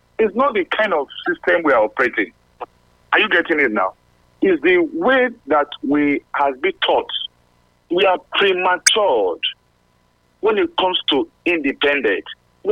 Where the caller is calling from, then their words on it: Benin City, Edo, Nigeria; I'm calling from Benin.